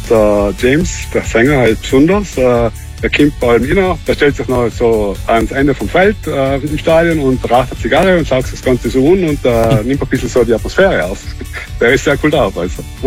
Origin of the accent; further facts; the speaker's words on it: Trentino-Alto Adige, Italy; und zum Glück komme ich aus Südtirol, da hat man nicht vielleicht Höhenangst für die Berge.